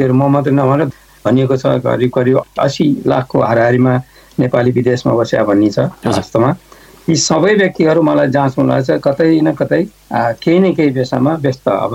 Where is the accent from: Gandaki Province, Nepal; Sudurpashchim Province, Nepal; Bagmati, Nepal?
Bagmati, Nepal; Bhandara; बजार हाम्रो चितवनमा एउटा बजार छ जसलाई भण्डारा बजार भन्छ, त्यो बजारमा हुर्केको।